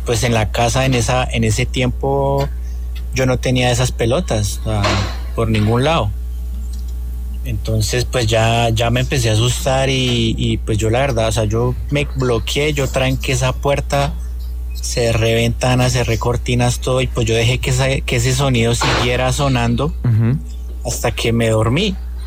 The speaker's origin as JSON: {"language": "Spanish", "town": "Tabio", "region": "Cundinamarca", "country": "Colombia", "tie": "born or raised there", "said": "Eso fue en mi infancia en Tabio. Yo soy de Tabio."}